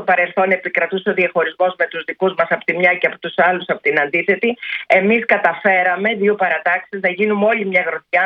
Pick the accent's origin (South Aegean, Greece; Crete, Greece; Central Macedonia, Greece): Crete, Greece; Heraklion; με γνωρίζει ο κόσμος, είμαι η πρόεδρος του Παγκριτίου, είμαι από το Ηράκλειο της Κρήτης, από κάποιο συγκεκριμένο χωριό το που λέγεται Γαρίπα.